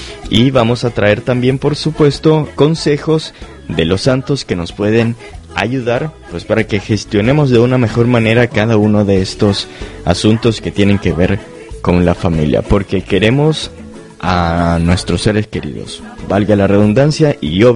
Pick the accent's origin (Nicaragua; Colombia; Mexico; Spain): Nicaragua; now in Washington metropolitan area, United States; En lo particular, soy de Nicaragua